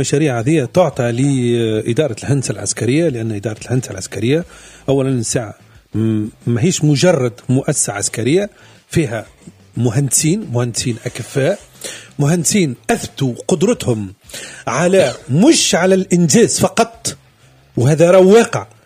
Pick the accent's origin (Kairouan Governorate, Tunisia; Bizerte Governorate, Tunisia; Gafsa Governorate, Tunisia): Kairouan Governorate, Tunisia; Kairouan; أنا نتفكر وأنا صغير في القيروان